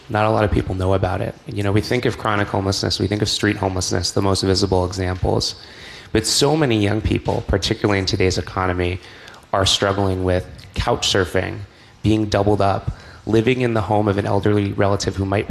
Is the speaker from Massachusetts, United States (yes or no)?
yes; Westboro, Massachusetts, United States; growing up in Westboro, I had the opportunity to represent my town as part of this statewide service initiative that takes one eighth grader from every city and town in Massachusetts